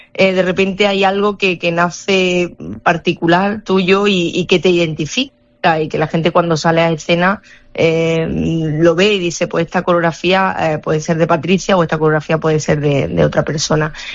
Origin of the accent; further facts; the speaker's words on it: Granada, Andalusia, Spain; moved away as an adult; now in Seville, Spain; no es casualidad tampoco nacer por las calles del Albaicín y jugar por ahí